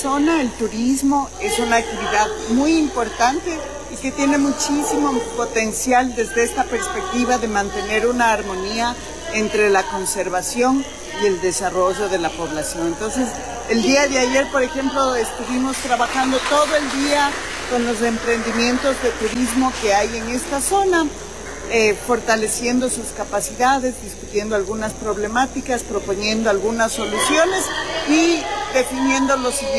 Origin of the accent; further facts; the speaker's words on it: Ecuador; Suena un poquito difícil, pero yo soy ecuatoriana.